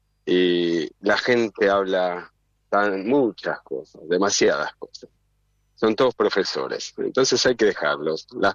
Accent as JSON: {"language": "Spanish", "country": "Argentina", "said": "es lo que nos gusta a nosotros los argentinos"}